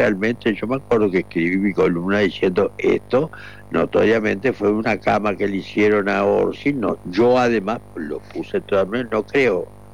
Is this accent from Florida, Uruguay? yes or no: yes; Florida, Uruguay; digo yo que soy de Florida